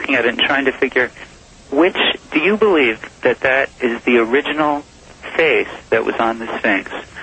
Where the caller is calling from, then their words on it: Philadelphia, Pennsylvania, United States; I'm calling from Philadelphia.